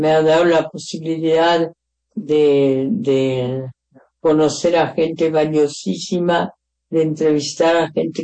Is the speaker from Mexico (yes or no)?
yes; Mexico; now in Mexico City, Mexico; lo que sucede en mi país